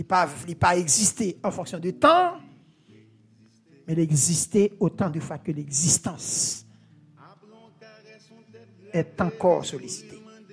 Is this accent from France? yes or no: no; Jérémie, Grand'Anse, Haiti; C'est vrai, je viens de Jérémie, la cité des poètes, je sais pas mal faire.